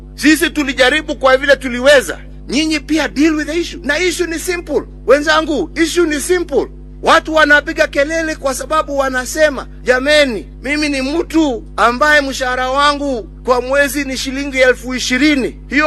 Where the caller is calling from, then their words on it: Kenya; sisi ni Wakenya na tunapenda nchi yetu